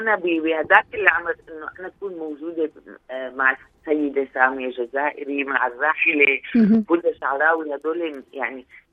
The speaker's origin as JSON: {"language": "Arabic", "town": "Damascus", "region": "Damascus Governorate", "country": "Syria", "also_born_or_lived": "Russia", "moved": "as an adult", "said": "أنا صح من دمشق"}